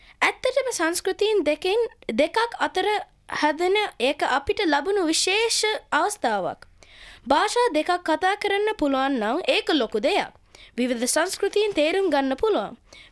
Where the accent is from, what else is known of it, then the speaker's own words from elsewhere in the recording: Australia; අපේ අම්මලා තාත්තලා ඔස්ට්‍රේලියාවට ආවේ වෙන රටක ජීවත් වෙලා. නමුත් අපි බොහෝ දෙනෙක් හැදි වැඩුනේ ඔස්ට්‍රේලියාවේ.